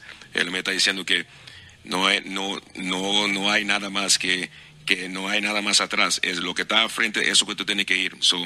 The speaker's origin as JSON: {"language": "Spanish", "country": "Curaçao", "tie": "born there", "second_language": "Spanish", "moved": "yes", "said": "mi mamá es venezolana, crió en Venezuela, mudó a Curazao. Mi papá de Aruba, mudó de Aruba para Curazao y ahí yo nací."}